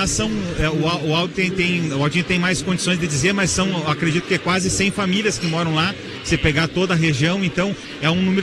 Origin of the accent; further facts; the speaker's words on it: Santa Cecília, Santa Catarina, Brazil; now in Frei Rogério, Brazil; Eu sou natural de Santa Cecília, mas moro em Freiburgo.